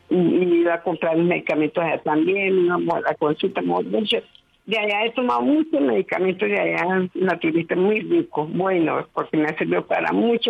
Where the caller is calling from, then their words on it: Ibagué, Tolima, Colombia; De aquí, Ibagué, Palermo, Buenaventura